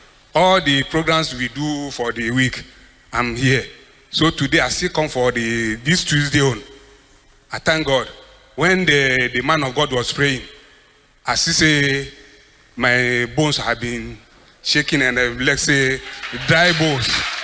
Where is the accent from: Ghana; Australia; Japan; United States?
Ghana; now in Nigeria; I'm a Ghanaian, but I live in Nigeria 40 something years.